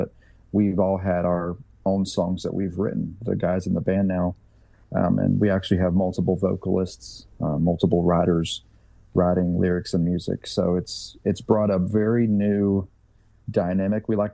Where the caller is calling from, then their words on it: Cherokee, North Carolina, United States; Cherokee, North Carolina.